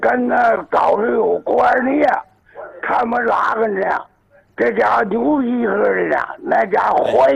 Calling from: Linghai, Liaoning, China; 我是临海的，

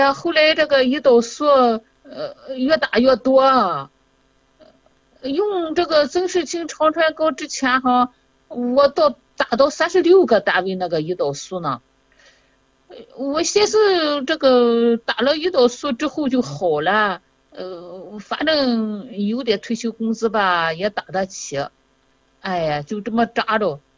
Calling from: Shandong, China; 我是山东的。

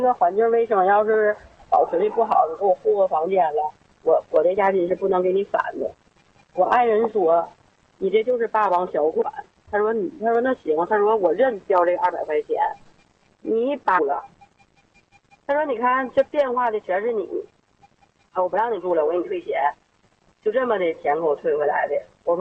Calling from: Anshan, Liaoning, China; 辽宁鞍山

